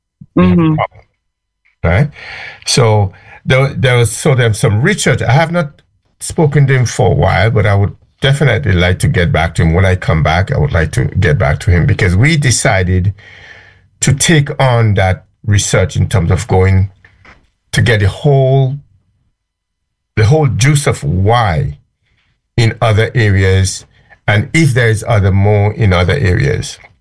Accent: Saint Patrick, Grenada; moved away; I'm from St. Patrick

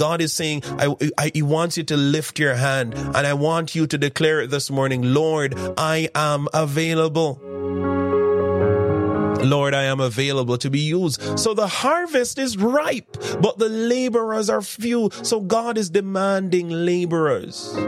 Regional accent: Jamaica; moved away; I grew up on St. John's Road

